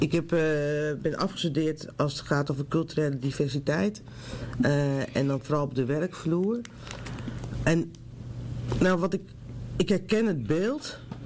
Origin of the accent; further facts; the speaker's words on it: Amsterdam, North Holland, Netherlands; Ik ben geboren getogen in Amsterdam. In West middelbare school gezeten. Ook hier mijn studie gedaan. En Amsterdam heeft wel mijn hart.